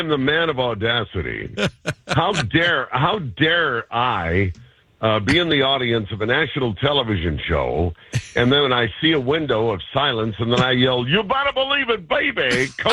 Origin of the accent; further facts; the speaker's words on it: San Diego, California, United States; And, you know, I'm from San Diego. San Diego is my hometown.